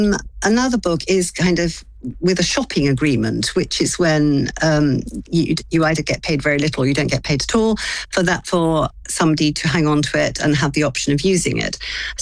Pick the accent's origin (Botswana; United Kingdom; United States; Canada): United Kingdom; London; also born or lived in Buckinghamshire; now in Devon, United Kingdom; Well, I did grow up in London. I grew up in Northwest London. And then I moved out to Buckinghamshire and then I came down to Devon.